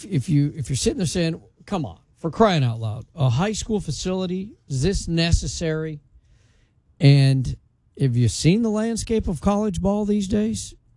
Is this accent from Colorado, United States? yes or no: yes; Colorado, United States; now in Memphis, United States; I remember my days in a small high school where I grew up in Colorado